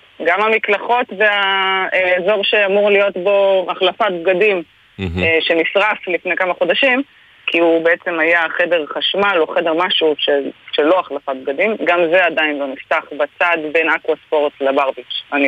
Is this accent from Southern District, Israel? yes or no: yes; Eilat, Southern District, Israel; אני אילתית, אני כרגע באילת, בוודאי.